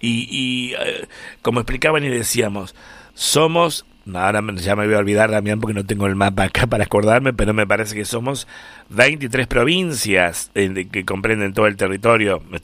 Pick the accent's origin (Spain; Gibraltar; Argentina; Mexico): Argentina; como argentinos que somos y que queremos nuestro país, nuestra tierra, todo lo que comprende nuestra querida República Argentina